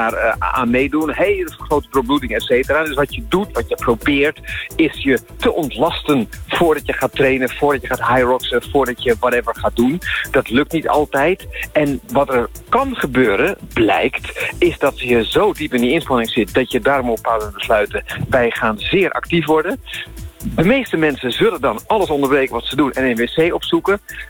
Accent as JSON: {"language": "Dutch", "town": "Amsterdam", "region": "North Holland", "country": "Netherlands", "tie": "born or raised there", "said": "Ik trek mij zo min mogelijk van stoplichten aan, want ik ben opgegroeid in Amsterdam."}